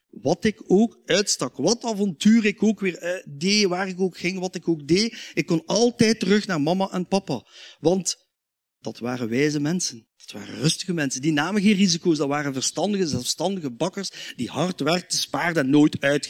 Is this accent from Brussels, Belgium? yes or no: yes; Watermael-Boitsfort, Brussels, Belgium; born there; Ik ben niet van Brugge, dat klopt. Ik ben namelijk geboren in Watermaal Bosvoort, in een Frans gezin.